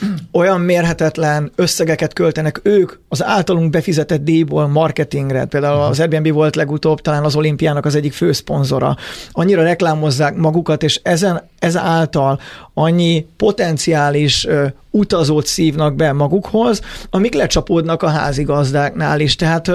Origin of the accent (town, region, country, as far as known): Hungary